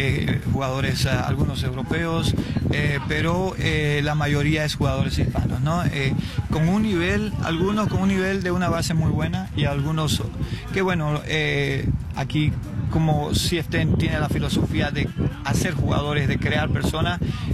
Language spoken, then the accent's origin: Spanish; Santa Cruz, Bolivia; Yo soy de Santa Cruz, Bolivia.